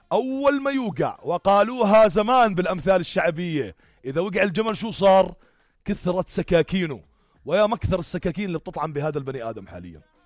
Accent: Jordan; عندنا بالأردن

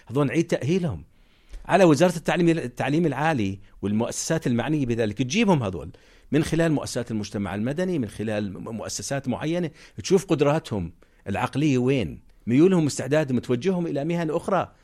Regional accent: Jordan; عندنا بالأردن

